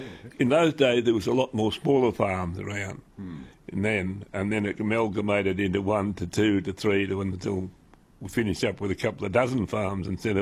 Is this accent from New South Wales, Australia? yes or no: no; Terang, Victoria, Australia; Yes, I spent all my young life in Terang, yeah. Up until the war years, yes. But it was, old-fashioned country town, mostly then buggy, with horse and buggies, and still a few of the cars were coming onto the scene